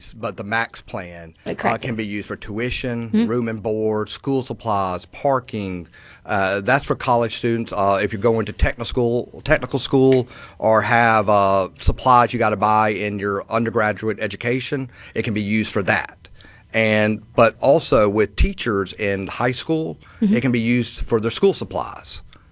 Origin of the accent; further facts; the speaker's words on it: Mississippi, United States; the number one thing that everybody said when I said I was from Mississippi was, I can't believe y'all's education has popped up as well as it has